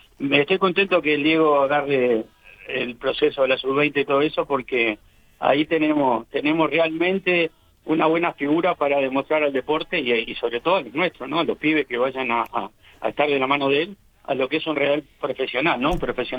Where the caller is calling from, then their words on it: Uruguay; me quejé como uruguayo